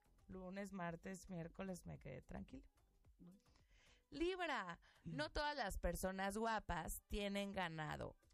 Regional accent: Mexico; yo soy mexicana y pues no entro en el estereotipo mexicano.

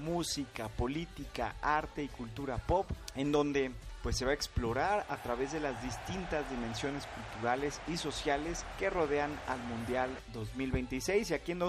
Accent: Mexico

